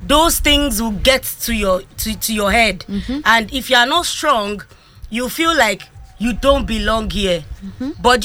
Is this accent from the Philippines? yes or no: no; Lagos, Nigeria; now in Ghana; I grew up in Lagos.